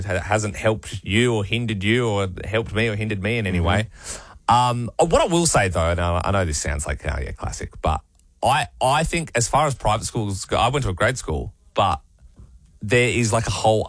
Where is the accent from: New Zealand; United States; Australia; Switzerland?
Australia; Golden Grove, South Australia; I said, oh, I grew up in Golden Grove.